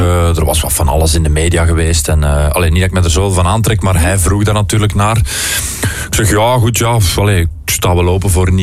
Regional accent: Croatia; Dutch is a second language; now in Belgium; ik weet dat Moederdag wel op dezelfde dag valt als bij ons in Kroatië, maar of Vaderdag dat ook is, dat weet ik niet.

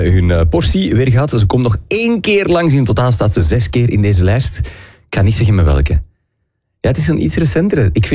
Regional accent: Merksem, Flanders, Belgium; Nee, ik ben van Merksem, dat ligt er vlakbij.

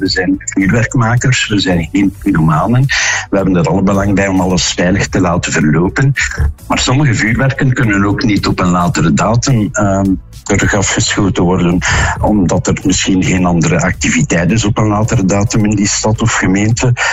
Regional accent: Belgium; we zijn als Belgen redelijk bescheiden altijd

